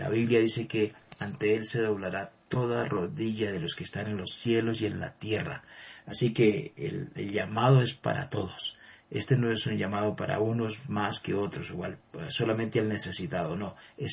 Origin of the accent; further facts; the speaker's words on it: Colombia; Y nosotros creo que como colombianos debemos, más que concebir, qué sé yo, una religión o un credo